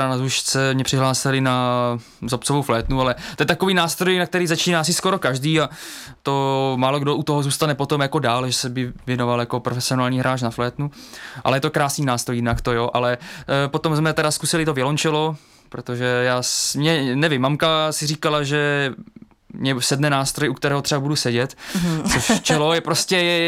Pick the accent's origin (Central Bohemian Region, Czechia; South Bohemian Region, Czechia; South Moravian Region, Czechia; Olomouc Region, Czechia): Olomouc Region, Czechia; Olomouc; also born or lived in Catalonia, Spain; já jsem se narodil v Olomouci, jenom vím, že jsem asi jako malej, možná když mě byl rok, 2 roky, tak jsem tam žil nějakou dobu v tom Katalánsku